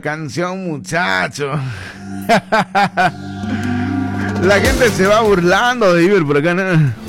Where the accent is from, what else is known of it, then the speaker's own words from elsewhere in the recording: Cordillera, Paraguay; moved away; allá en Gutiérrez Cordillera, en mi tierra natal.